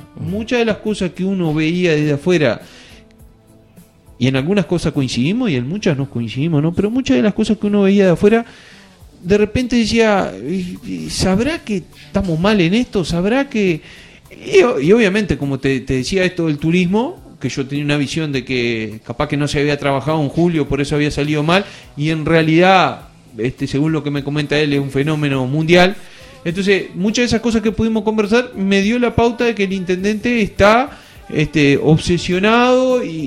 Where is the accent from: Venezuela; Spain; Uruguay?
Uruguay